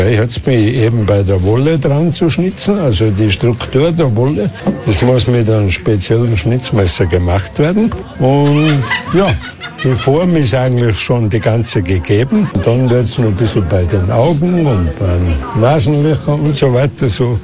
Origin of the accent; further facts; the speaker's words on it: Grossarl, Salzburg, Austria; born there; Ich bin gebürtiger Großaaler und schnitze schon seit 1971.